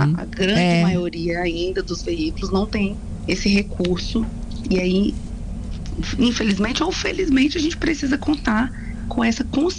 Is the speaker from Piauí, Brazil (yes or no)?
no; Brasília, Federal District, Brazil; Eu sou de Brasília